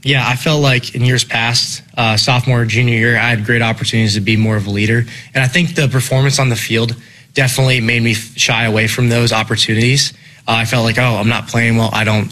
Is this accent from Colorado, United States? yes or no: yes; Colorado, United States; So I'm still from Colorado, but mm-hmm. They're like, oh, you're from Arizona now. I'm like, no, I'm not.